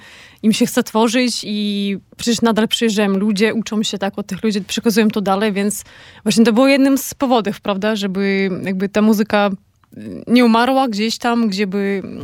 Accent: Belarus; moved away as an adult; now in Poland; ja urodziłam się na Białorusi, więc tam się wychowałam. Z kolei mieszkam w Polsce już 12 lat, więc czuję się trochę tu, trochę tam. Mm-hmm. I trochę pomiędzy

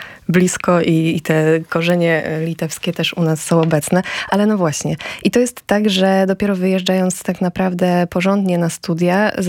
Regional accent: Giżycko, Warmian-Masurian Voivodeship, Poland; bo ja jestem urodzona w latach 90., zatem mnóstwo mieliśmy jeszcze turystów takich sentymentalnych, to się mówiło, którzy powracali i ten język na przykład niemiecki dla mnie w Giżycku był tak czymś normalnym

